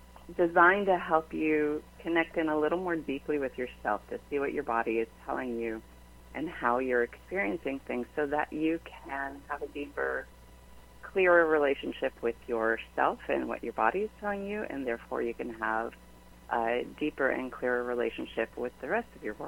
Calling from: New York City, New York, United States; from Brooklyn, New York.

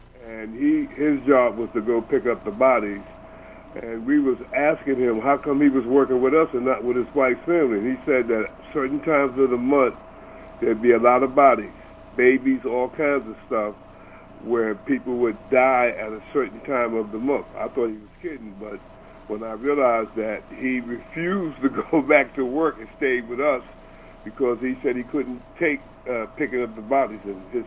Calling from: New York City, New York, United States; I'm calling from Harlem.

